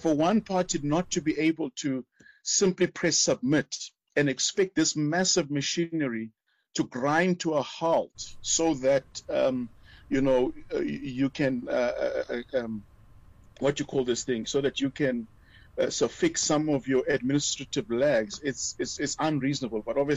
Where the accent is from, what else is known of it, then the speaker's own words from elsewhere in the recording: South Africa; as South African citizens